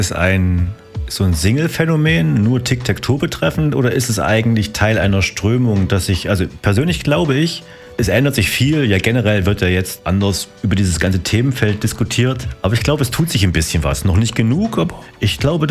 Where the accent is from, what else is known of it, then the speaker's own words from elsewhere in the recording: Apolda, Thuringia, Germany; ich komme eigentlich aus Apolda.